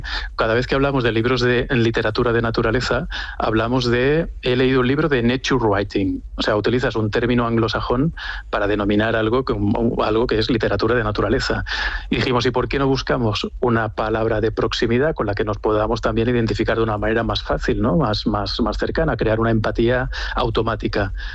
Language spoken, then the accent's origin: Spanish; Extremadura, Spain; como extremeños, el hecho de que siempre se ha tenido una especial atención con eso que se ha llamado la raya